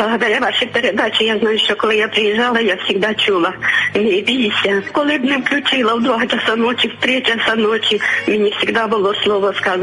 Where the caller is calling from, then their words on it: Zaporizhzhia, Zaporizhzhia Oblast, Ukraine; я з Запоріжжя.